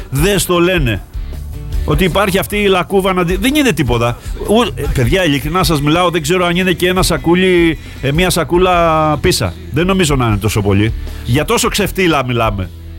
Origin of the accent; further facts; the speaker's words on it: Lykoudi, Greece; να σε πάω στο χωριό μου, στο Λυκούδι?